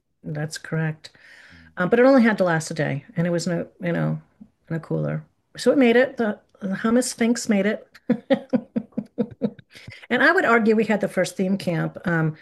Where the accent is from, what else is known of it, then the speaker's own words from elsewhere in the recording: East Coast, United States; moved away; I grew up in the East Coast with lush greenery, so this is a very foreign environment for me.